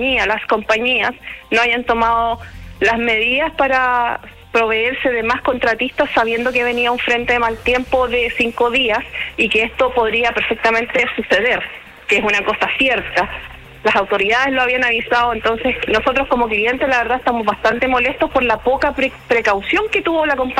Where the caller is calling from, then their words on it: Valparaíso, Chile; Cerro Las Delicias, Valparaíso.